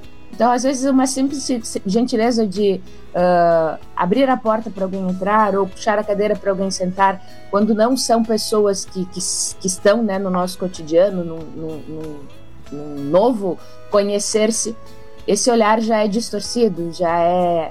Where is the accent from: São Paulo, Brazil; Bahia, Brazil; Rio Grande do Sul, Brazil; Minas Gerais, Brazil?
Rio Grande do Sul, Brazil; accent: gaúcho; a gente aqui com o nosso sotaque bem gaúcho